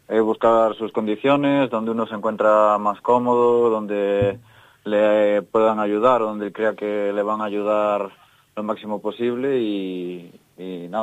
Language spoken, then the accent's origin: Spanish; Pontevedra, Galicia, Spain; yo soy de Pontevedra.